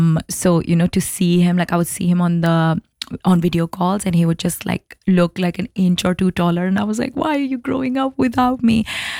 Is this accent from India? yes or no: yes; New Delhi, Delhi, India; moved away; Because another thing about like living in India, and I'm from New Delhi